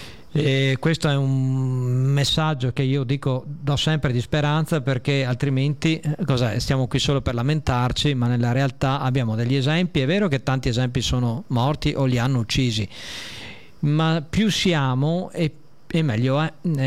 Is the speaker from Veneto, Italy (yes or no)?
yes; Veneto, Italy; come italiani, come veneti